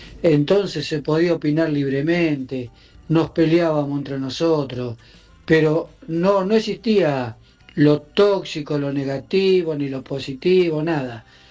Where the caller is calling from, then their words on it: Hurlingham, Buenos Aires Province, Argentina; de Hurlingham. Lo hermoso que tengo 65 años.